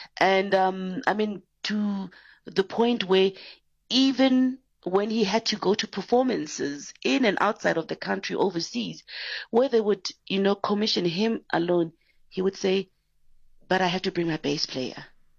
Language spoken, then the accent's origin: English; Mahikeng, North West, South Africa; I'm from Mafikeng